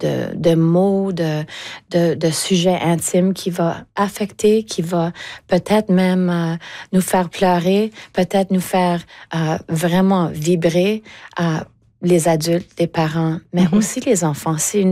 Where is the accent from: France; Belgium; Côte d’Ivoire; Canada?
Canada; Eastern Canada; il y a tellement une liberté d'en parler parce que je viens de l'Est du Canada.